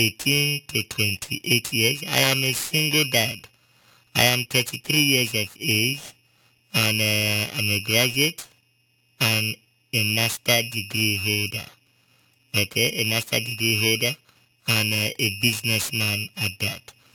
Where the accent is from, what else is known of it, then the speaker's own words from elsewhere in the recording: Akwa Ibom, Nigeria; from Akwa Ibom State, based here in Greater River State.